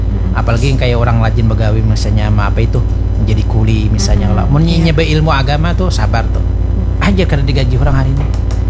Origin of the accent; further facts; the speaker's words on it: Banjar, South Kalimantan, Indonesia; kebiasaan orang kita Banjar ini